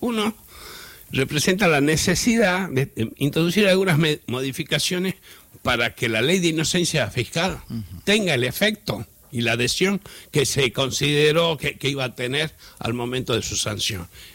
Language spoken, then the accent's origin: Spanish; Salta, Argentina; Soy de Salta